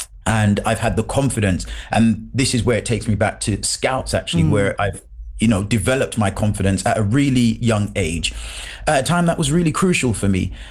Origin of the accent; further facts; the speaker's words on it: London, United Kingdom; also born or lived in Jamaica; I was born in Jamaica. I grew up in London. I came to the UK when I was about 6, going on 7.